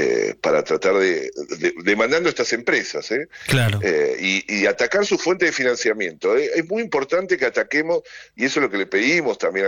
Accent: Argentina

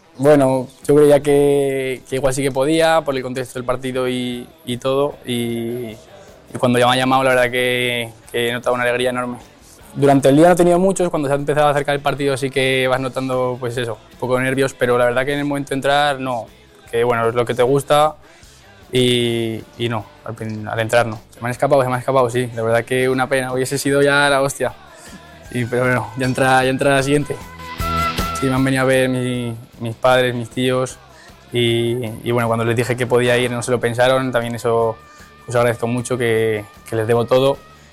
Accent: Huesca, Aragon, Spain; yo soy aquí de Huesca toda la vida y da un poco de pena porque llevo yendo yo al campo a ver a Huesca desde que soy un crío

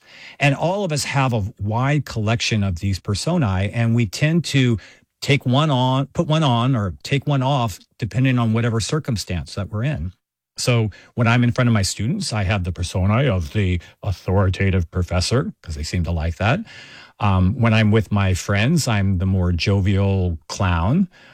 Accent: Texas, United States; Well, one of my favorite stories about this is I grew up in Texas, and even though I grew up in Ho

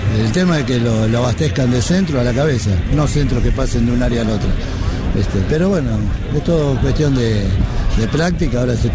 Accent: Banfield, Buenos Aires Province, Argentina; soy de Banfield, hincha de Boca.

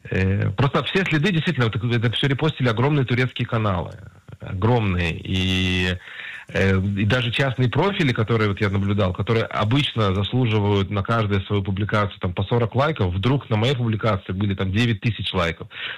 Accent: Israel; я рос в Израиле

